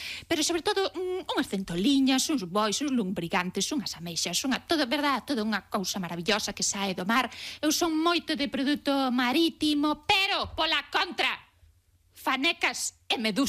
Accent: Galicia, Spain; porque eu son galega en todo absolutamente menos en decir que esa temperatura do mar está ben pa meterse.

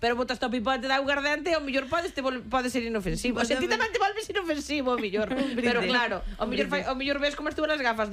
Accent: Galicia, Spain; A verdade é que sendo galegos non sei que facemos que non falamos ruso

